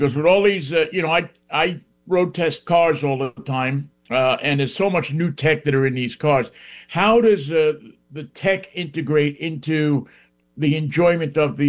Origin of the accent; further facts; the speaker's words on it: New York, United States; obviously I'm from New York, so I'm a little partial to some of these places. I remember when I was a kid going up to the Finger Lakes and tooling around some of these roads